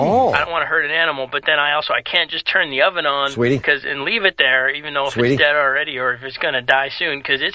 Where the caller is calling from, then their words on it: Sweden; And I'm calling from Sweden.